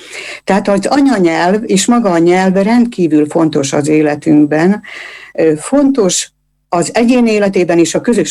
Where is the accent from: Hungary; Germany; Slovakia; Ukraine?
Slovakia; Štitáre, Nitra Region; born or raised there; first language Hungarian; moved away; also born or lived in Bratislava